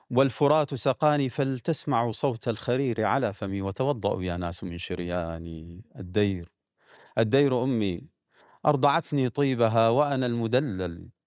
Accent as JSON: {"language": "Arabic", "country": "Syria", "said": "ولكن الحمد لله يعني الآن حتى نحن أبناء سوريا بالمناسبة يعني الآن نعرف كثير من المواقع في سوريا لم نكن نعرفها"}